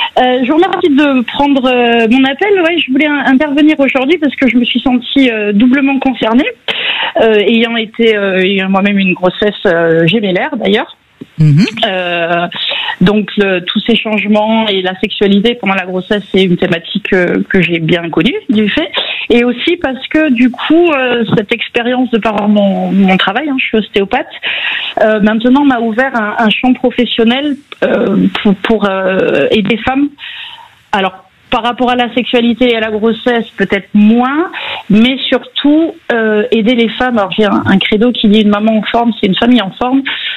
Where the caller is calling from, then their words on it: Nouvelle-Aquitaine, France; je viens du Pays Basque